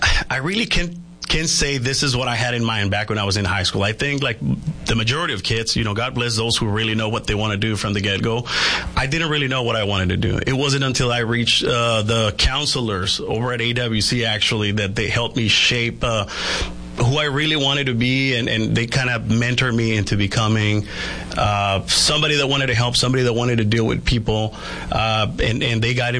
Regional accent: Yuma, Arizona, United States; also born or lived in San Luis, Arizona; I was born and raised in the Yuma area, always been in the county.

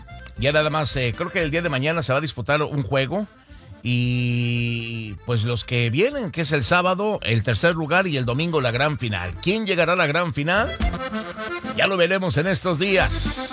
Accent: Mexico; uno como mexicano ya está acostumbrado

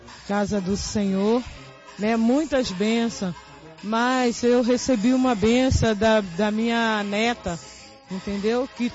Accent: Duque de Caxias, Rio de Janeiro, Brazil

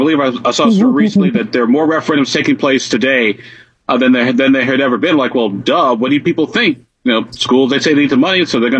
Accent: Illinois, United States; now in Indiana, United States; Back in my home state of Illinois, they finally started to look at township government

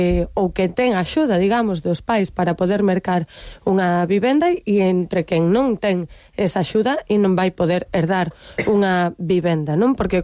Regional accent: A Coruña, Galicia, Spain; os coruñeses, somos os galegos e as galegas que máis salario lle dedicamos o alugueiro

